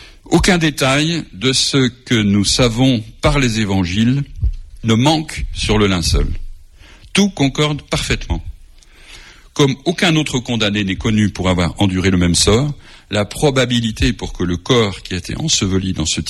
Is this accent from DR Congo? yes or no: no; Lyon, Auvergne-Rhône-Alpes, France; Je suis lyonnais d'origine